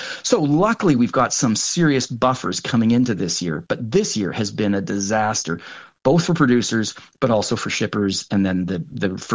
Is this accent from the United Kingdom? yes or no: no; Canada; I'm going to, you know, flex a little bit as a Canadian here